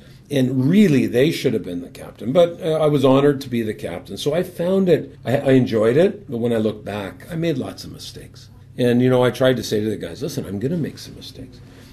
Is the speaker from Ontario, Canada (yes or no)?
no; Burnaby, British Columbia, Canada; I'm a kid from Burnaby. I shouldn't have played in the NHL. I'm basically, you know, there's no outdoor ice in Burnaby. All it does is rain.